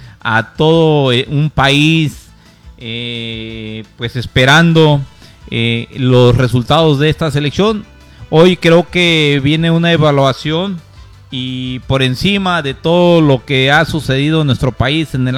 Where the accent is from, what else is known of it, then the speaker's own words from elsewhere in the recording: Mexico; para nosotros como mexicanos